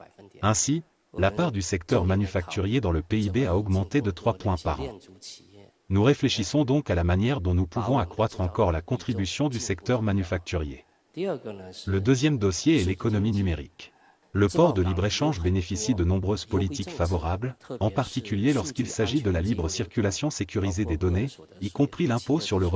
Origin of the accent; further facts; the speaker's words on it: Tanzania; Comme je viens de Tanzanie, la Tanzanie est un beau pays d'Afrique, le pays le plus touristique, le pays du parc national du Serengeti et du mont Kilimanjaro.